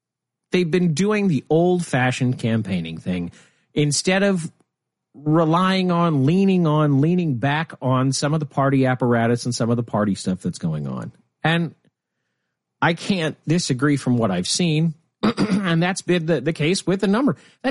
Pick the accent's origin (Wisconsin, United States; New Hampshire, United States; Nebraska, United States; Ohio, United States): Nebraska, United States; Lincoln; It's Lincoln, my hometown.